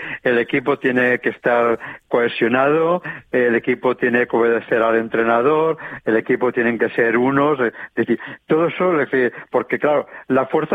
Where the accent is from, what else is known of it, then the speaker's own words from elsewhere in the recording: Castellón de la Plana, Valencian Community, Spain; also born or lived in Villarreal; yo sí soy hijo de Castellón, nací aquí en Castellón, muy cerquita de la Plaza Cardona Vives